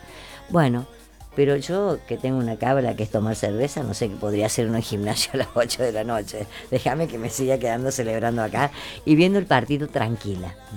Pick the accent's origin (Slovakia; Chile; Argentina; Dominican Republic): Argentina; soy exitista como todos los argentinos, quiero que gane. Pero no me voy a morir sino... Voy a seguir viviendo y voy a seguir siendo más argentina que nunca.